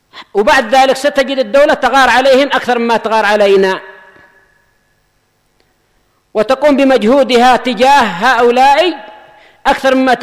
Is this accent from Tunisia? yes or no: no; Yemen; الحوثي ليس له حق أن يبغي علينا، أنا وهو كلنا من أهل اليمن